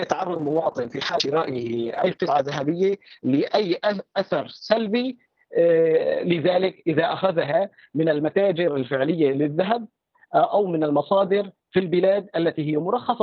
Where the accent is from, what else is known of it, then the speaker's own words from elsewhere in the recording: Aleppo, Aleppo Governorate, Syria; حاليا نحن بسوريا لا يوجد سوق، لا يوجد به على الأقل جهاز عيار واحد. مثلا نحن عندنا في حلب مثلا ربما يكون عندنا قرابة تقريبا بحلب 20 جهاز